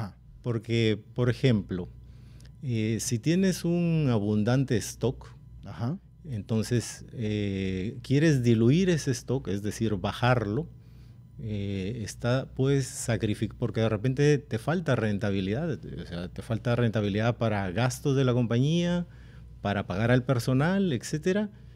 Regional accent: Talara, Piura, Peru; Mi tierra. Soy nacido en Talara, Piura.

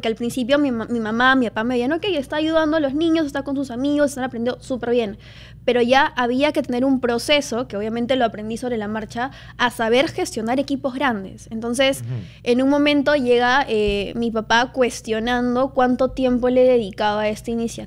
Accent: Peru; Soy la única peruana que va.

